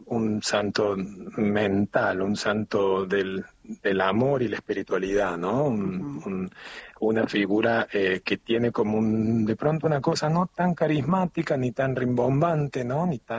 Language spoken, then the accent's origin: Spanish; Argentina; Y creo que como argentinos nos va a hacer bien.